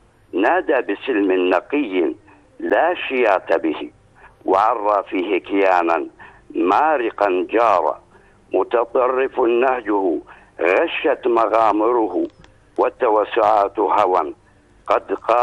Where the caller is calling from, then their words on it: Jordan; يحق لنا كأردنيين